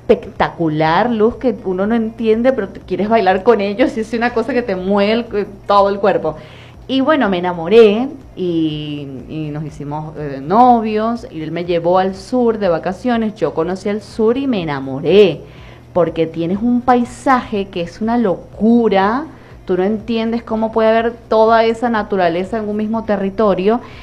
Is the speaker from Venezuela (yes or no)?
yes; Venezuela; accent: Venezuelan; Porque viste que nuestro acento, el acento venezolano, es muy atractivo.